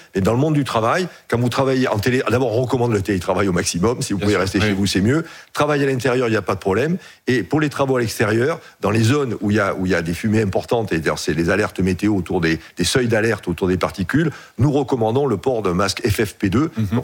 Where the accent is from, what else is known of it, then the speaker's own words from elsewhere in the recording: France; Oui, d'ailleurs, vous le sentez à mon accent. Moi, je suis pas du tout. Ouais, je suis plutôt de cette France-là, de la France des régions